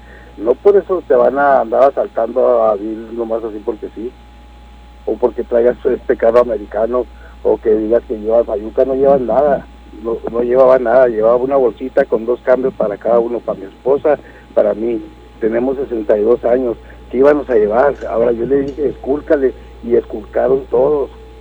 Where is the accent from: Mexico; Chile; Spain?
Mexico; Valle de Juárez, Chihuahua; born there; Yo soy vallejuarense 100%, yo nací en el Valle de Juárez, y pago mis impuestos mexicanos y pago impuestos americanos